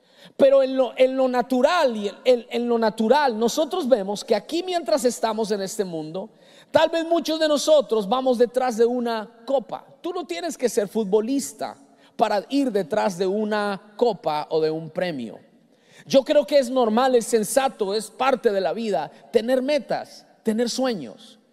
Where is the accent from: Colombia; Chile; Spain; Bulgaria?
Colombia; Yo soy colombiano y a los de Colombia nos dijeron